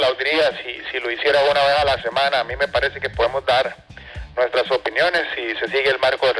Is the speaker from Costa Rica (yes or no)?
yes; Costa Rica